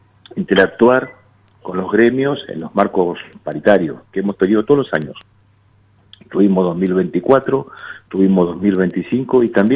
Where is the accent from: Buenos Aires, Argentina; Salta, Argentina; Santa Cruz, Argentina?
Santa Cruz, Argentina; Caleta Olivia; yo soy de Caleta